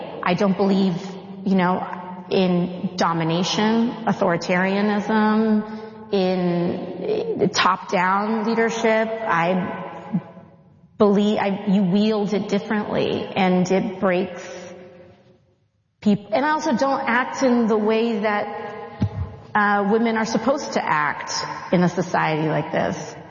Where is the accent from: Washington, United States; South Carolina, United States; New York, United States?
New York, United States; The Bronx; And of course, I'm a woman. And of course, I'm Latina. And I'm from the Bronx.